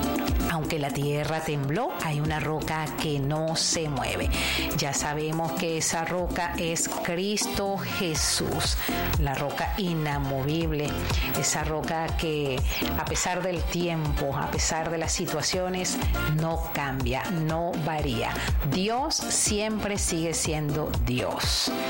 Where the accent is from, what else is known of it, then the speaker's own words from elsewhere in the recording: Barquisimeto, Lara, Venezuela; moved away; así me dicen en mi tierra natal, en Barquisimeto, estado Lara